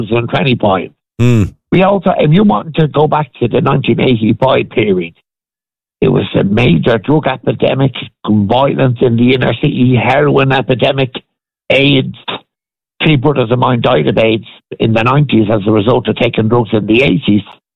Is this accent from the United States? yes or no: no; Dublin, Leinster, Ireland; and I came from Michael's estate, and they were riddled with heroin. I never took any drugs like that. I never did. But most of the areas that I came from were high unemployment, high criminal, and high drug rate.